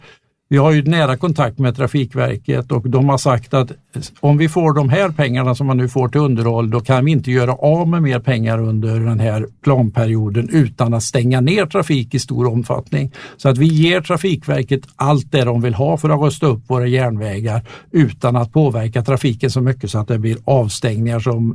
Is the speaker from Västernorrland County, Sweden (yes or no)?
no; Mariestad, Västra Götaland County, Sweden; från Mariestad. Jag är i grund och botten lantbrukare där i tredje generationen tillsammans med min bror utanför Mariestad.